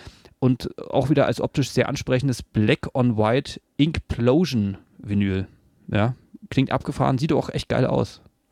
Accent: Berlin, Germany; Also ich komme aus Berlin

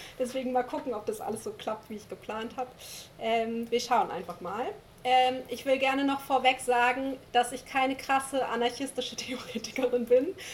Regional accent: Lower Saxony, Germany; born there; Genau, ich wurde im Wendland geboren, da seht ihr mich schlafend auf einer Atommüllblockade. Ich war 12 Jahre alt

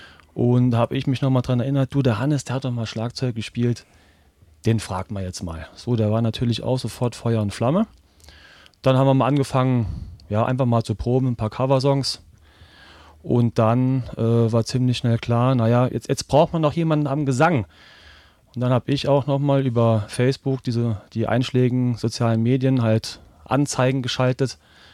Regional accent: Baden-Württemberg, Germany; Also generell, wir proben in Reutlingen. Wir kommen räumlich, sag mal, aus dem Großraum Reutlingen auch und Tübingen, ja.

